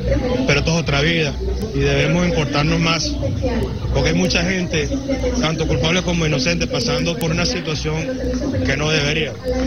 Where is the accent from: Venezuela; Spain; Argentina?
Venezuela; Maturín, Monagas; Yo soy de Maturín